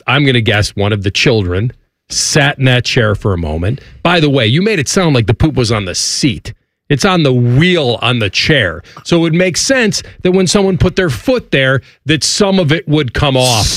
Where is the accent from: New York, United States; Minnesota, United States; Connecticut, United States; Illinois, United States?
Illinois, United States; Chicago; Chicago, yes.